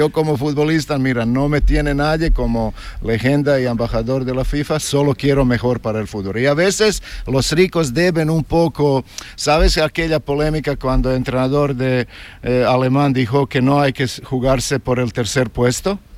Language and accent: Spanish; Croatia; Spanish is a second language; moved away as an adult